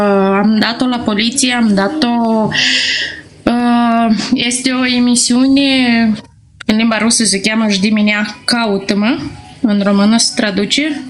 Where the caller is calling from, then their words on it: Moldova; eu sunt din Republica Moldova.